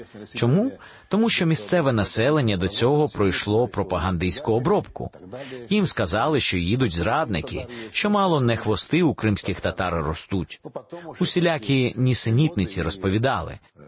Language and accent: Ukrainian; Sukhumi, Abkhazia, Georgia; moved away as an adult; also born or lived in Uzbekistan / Crimea; now in Ukraine; Там моє дитинство проминуло. І школу, і музичне училище закінчив в Абхазії, в Сухумі.